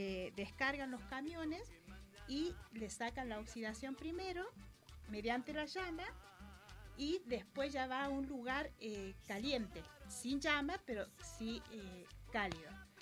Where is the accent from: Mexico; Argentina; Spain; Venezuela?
Argentina; San Luis; also born or lived in San Martín, Mendoza; yo me he criado acá y bueno, conozco todo San Luis, la ciudad.